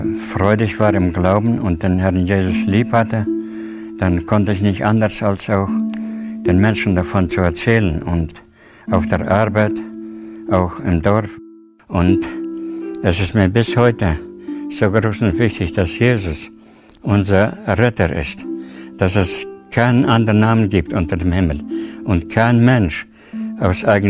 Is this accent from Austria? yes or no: no; Tajikistan; Ich komme aus Tadschikistan und bin dort auch geboren, 1937. Und meine Eltern wurden dort hingesiedelt, also zwangsmäßig, an die 35.